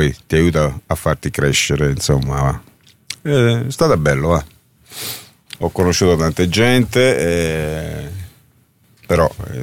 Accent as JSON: {"language": "Italian", "town": "Milazzo", "region": "Sicily", "country": "Italy", "said": "io sono di Milazzo, è un triangolo, siamo quasi distanti uno dall'altro 25, neanche 20 chilometri, diciamo."}